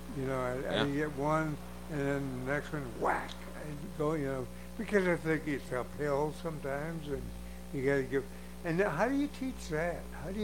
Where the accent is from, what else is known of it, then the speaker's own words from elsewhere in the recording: Lansing, Michigan, United States; I'm from Lansing.